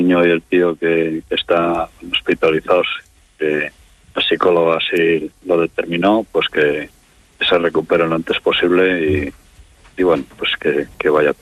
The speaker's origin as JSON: {"language": "Spanish", "town": "Venta de Baños", "region": "Castile and León", "country": "Spain", "tie": "born there", "said": "Yo, mira, soy nacido aquí en Venta de Baños, sí."}